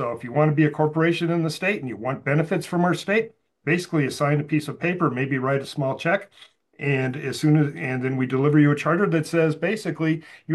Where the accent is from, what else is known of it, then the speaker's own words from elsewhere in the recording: Montana, United States; from Montana.